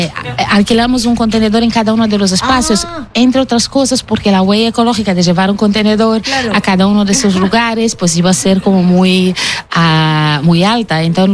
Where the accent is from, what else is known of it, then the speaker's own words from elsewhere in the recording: Brazil; now in Spain; Yo soy una brasileña que emigró a España con mucha historia migratoria detrás